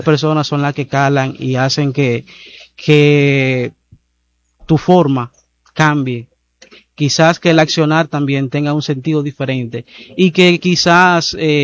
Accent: La Vega, Dominican Republic; Yo soy nacido y criado aquí en La Vega.

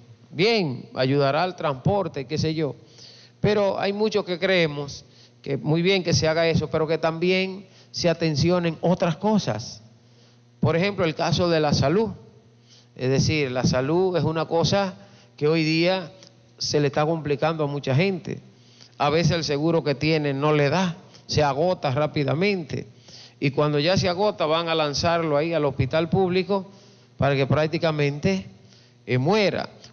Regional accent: Dominican Republic; now in Santiago, Dominican Republic; nosotros como dominicanos

